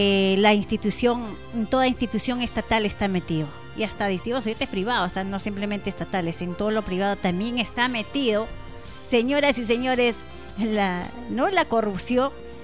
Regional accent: Peru; en nuestro país, en nuestro querido Perú

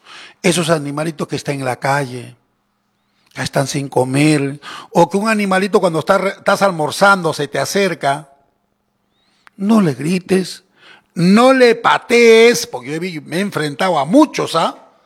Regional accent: Ilabaya, Tacna, Peru; born there; moved away; Mi pueblo que me vio nacer.

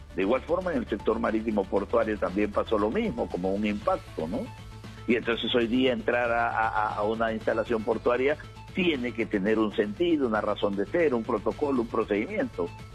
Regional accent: Peru

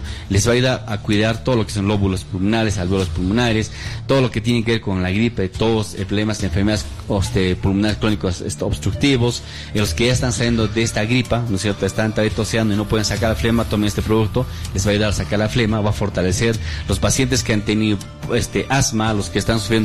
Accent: Peru; Ya se siente en Chile, ya están sintiendo Argentina, en mi país, en Perú también. Por acá todavía no está llegando, pero ya va a llegar al sur de Perú

